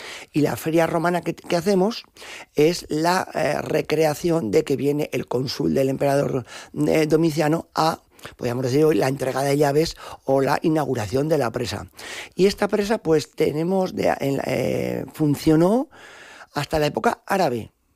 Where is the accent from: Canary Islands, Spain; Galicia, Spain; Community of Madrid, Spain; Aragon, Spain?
Aragon, Spain; Almonacid de la Cuba; de hecho somos Almonacid de la Cuba